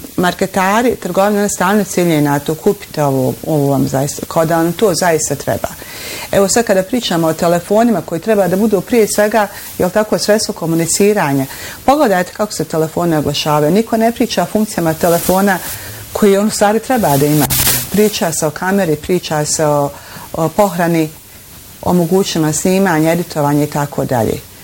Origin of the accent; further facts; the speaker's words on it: Bosnia & Herzegovina; Znate, mi smo Bosanci, ja ne znam nijedan narod poput našeg da voli, da smo, mi smo vesel narod, srdačan